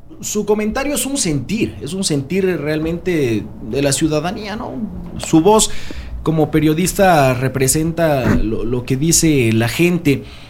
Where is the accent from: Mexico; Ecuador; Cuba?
Ecuador; Loja